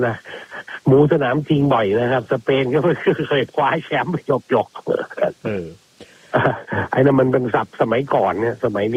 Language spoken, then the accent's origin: Thai; Bangkok, Thailand; ตอนสมัยเด็กๆผมอยู่หัวหินตลอดหน้าร้อนครับ